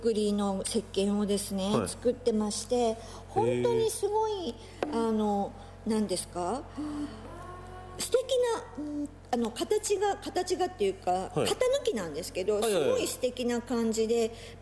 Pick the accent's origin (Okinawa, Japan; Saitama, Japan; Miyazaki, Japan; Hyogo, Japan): Saitama, Japan; 私も埼玉からなんで